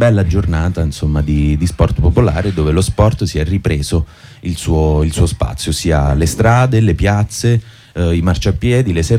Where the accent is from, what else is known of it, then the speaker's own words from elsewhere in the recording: Naples, Campania, Italy; No, io ho rivendicato insomma la mia napoletanità visto che sono gemellati e hanno detto no tu non sei napoletano.